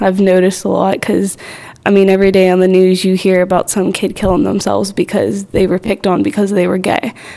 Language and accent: English; Manassas, United States; I'm 16. I'm from Manassas, PA.